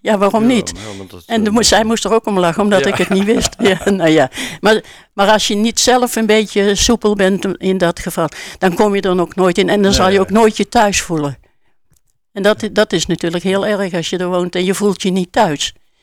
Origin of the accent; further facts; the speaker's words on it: North Brabant, Netherlands; Want ik kom uit Brabant